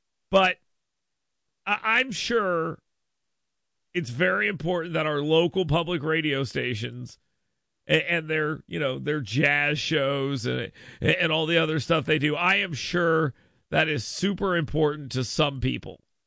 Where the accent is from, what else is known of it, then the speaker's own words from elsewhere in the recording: Gulf Coast, United States; I grew up on the Gulf of America.